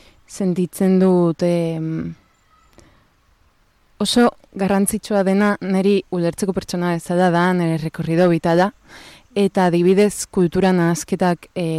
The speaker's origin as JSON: {"language": "Basque", "town": "Cádiz", "region": "Andalusia", "country": "Spain", "tie": "born or raised there", "said": "lortu zuten pues establezitzea Andaluzian eta hor jaio ginen gu ni ta nere izpa. Eta Kadizen egon ginen bizitzen"}